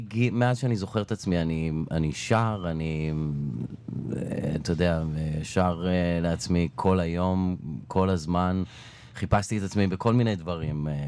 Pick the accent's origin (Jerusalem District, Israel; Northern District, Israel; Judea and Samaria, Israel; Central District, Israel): Judea and Samaria, Israel; Elon Moreh; also born or lived in Bat Yam; גם אני נולדתי בבת ים, ואז עברנו מהר מאוד בגיל 5 ללון מורה שם, לפני שזה עוד היה אישיו להיות שם.